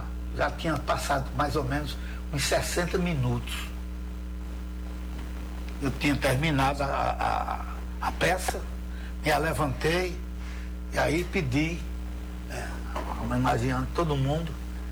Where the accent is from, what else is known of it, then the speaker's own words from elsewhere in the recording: Taperoá, Paraíba, Brazil; eu na minha terra em Itaperuá